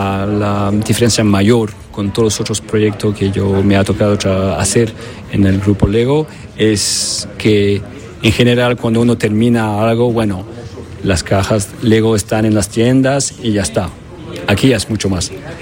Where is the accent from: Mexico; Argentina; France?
France; also born or lived in Chile; Bueno, yo nací en Chile, crecí en Francia